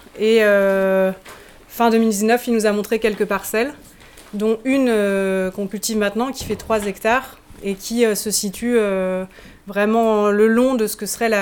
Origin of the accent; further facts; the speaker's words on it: Grand Est, France; moved away as an adult; also born or lived in Germany; je viens de Lorraine, mais je ne connaissais pas Bure avant d'avoir été en Allemagne. Donc je suis revenue m'installer là-bas en 2019.